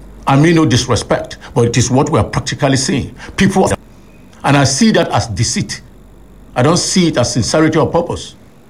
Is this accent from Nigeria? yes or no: yes; Benue, Nigeria; I am from Bandika.